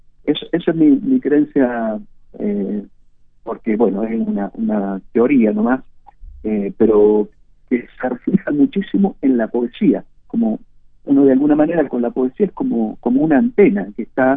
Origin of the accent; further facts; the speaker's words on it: Dolores, Buenos Aires Province, Argentina; Y yo pensaba, pero claro, si yo me crié en Dolores.